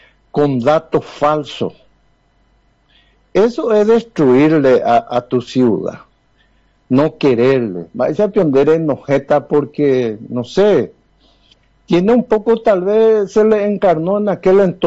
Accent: Pedro Juan Caballero, Amambay, Paraguay; como buen pedrojuanino, como buen paraguayo

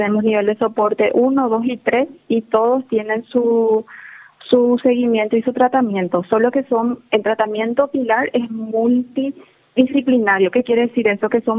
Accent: Paraguay; Pero como paraguaya me deja triste eso.

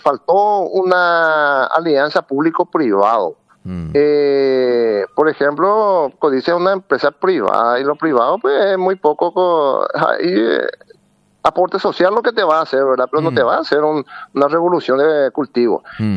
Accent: Loreto, Concepción, Paraguay; also born or lived in Asunción, Paraguay; now in Caaguazú, Paraguay; Yo soy oriundo de Concepción, Loreto, después vine de Asunción y de Asunción pasé acá a Caaguazú.

